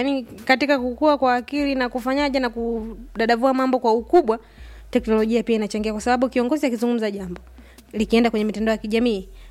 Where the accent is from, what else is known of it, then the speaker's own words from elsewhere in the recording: Tanzania; mimi ni Mtanzania halisi